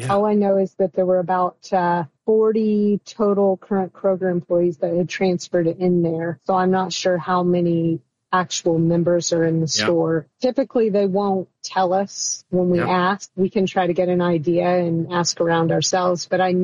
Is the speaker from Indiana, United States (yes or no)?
yes; Kokomo, Indiana, United States; And drilled into our heads, especially growing up in Kokomo, where the UAW is so prevalent.